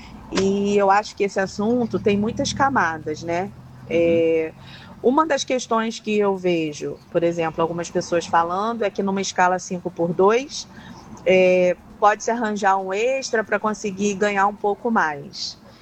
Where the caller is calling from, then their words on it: Brazil; nós brasileiros